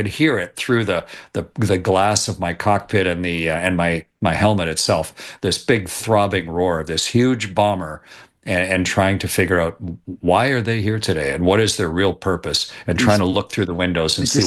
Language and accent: English; Canada; I worked as a Canadian, but within the NASA Astronaut Corps for 21 years.